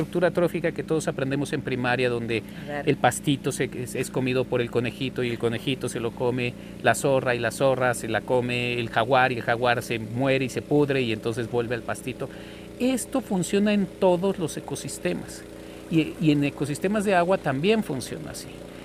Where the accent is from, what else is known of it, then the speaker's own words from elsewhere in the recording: Mexico; nuestra identidad como mexicanos.